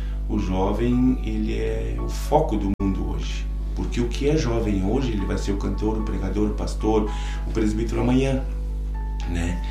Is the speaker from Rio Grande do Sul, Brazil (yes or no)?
yes; Aceguá, Rio Grande do Sul, Brazil; porque somos de Ceguá, é uma cidade fronteiriça, né?